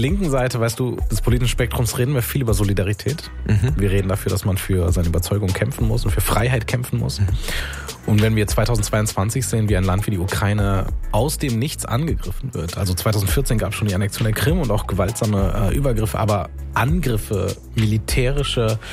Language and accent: German; Wuppertal, North Rhine-Westphalia, Germany; Also ich bin in Wuppertal aufgewachsen, 13 Kilometer vom Wohnhaus der Familie Gentsch entfernt, die angegriffen wurden.